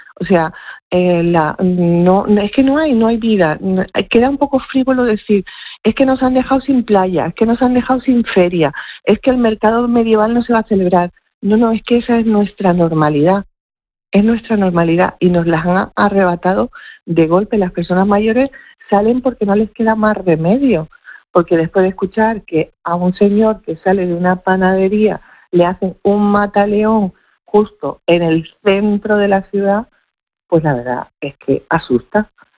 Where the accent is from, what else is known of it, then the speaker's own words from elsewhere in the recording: Ceuta, Spain; todos los que vivimos aquí seamos, nos llamemos como nos llamemos y recemos a quien recemos, somos caballas, somos españoles, somos europeos.